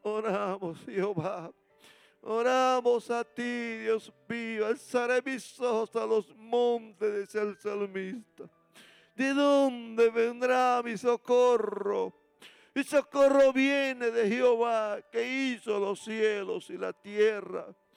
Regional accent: Panama; de nosotros, como panameños

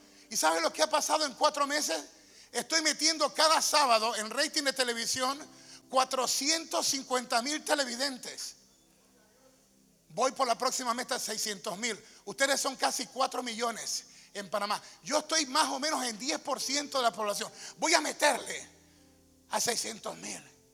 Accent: Ecuador; moved away; also born or lived in Mexico; Mi tierra, Ecuador

